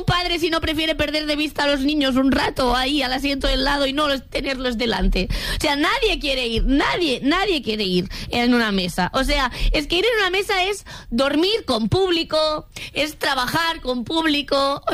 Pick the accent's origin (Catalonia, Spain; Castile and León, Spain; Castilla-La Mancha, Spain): Catalonia, Spain; y como persona catalana esto me